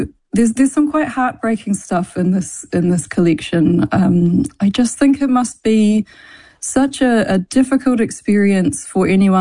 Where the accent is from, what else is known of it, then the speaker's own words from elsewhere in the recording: New Zealand; as Pākehā New Zealanders